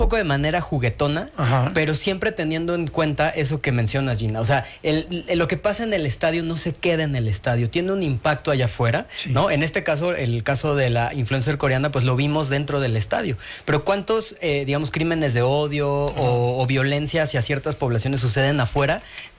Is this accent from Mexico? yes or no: yes; Mexico; yo creo que aquí lo importante es analizar el tema de la intención, porque a las y los mexicanos nos